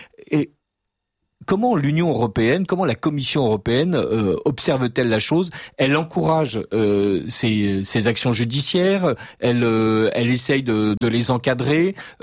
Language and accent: French; France; nous, on est français